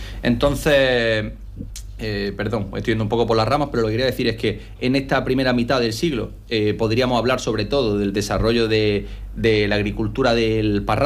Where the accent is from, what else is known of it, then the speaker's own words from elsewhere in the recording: El Ejido, Andalusia, Spain; yo soy del poniente, yo soy del Ejido, sí.